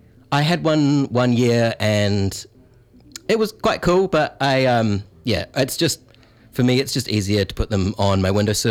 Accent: Christchurch, Canterbury, New Zealand; I'm from South Island, Christchurch, and we didn't grow tomatillos.

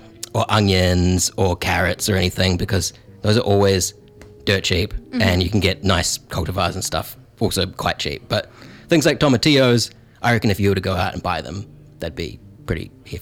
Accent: Christchurch, Canterbury, New Zealand; you know, I'm from South Island, Christchurch, and we didn't grow tomatillos.

